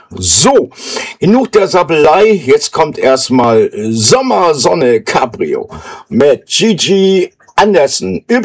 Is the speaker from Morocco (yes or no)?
no; Mölln, Schleswig-Holstein, Germany; auch den Dirk aus Mölln, meine alte Heimat.